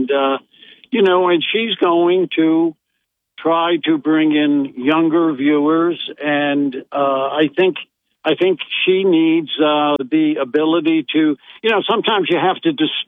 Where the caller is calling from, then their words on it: Binghamton, New York, United States; from Binghamton.